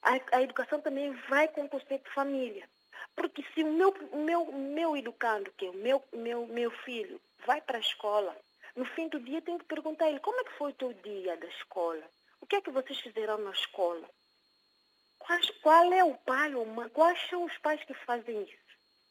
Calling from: São Tomé & Príncipe; Portuguese is a second language

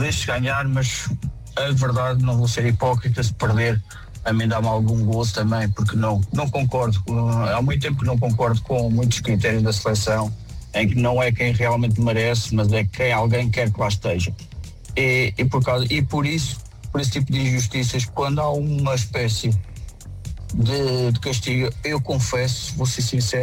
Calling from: Portugal; Eu, como português, claro que fico feliz se Portugal ganhar

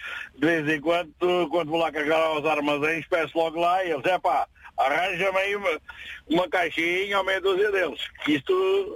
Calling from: Setúbal, Portugal; Da capital do Carrapão e da Sardinha.

